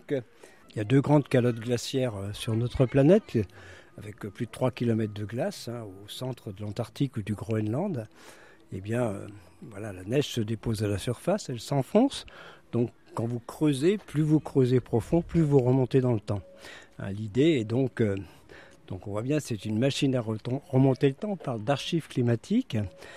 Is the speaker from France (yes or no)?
yes; Janzé, Brittany, France; Mes parents étaient agriculteurs, donc je suis né à Janzé, donc une ville qui à l'époque avait 4500 habitants, maintenant il y en a 9000.